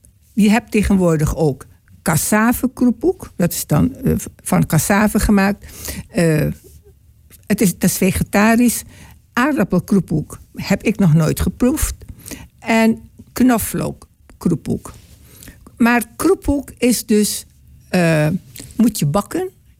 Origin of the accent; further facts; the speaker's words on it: Indonesia; moved away; En vroeger, toen ik klein was in Indonesië, dan stonden wij altijd bij de kokkie om haar heen.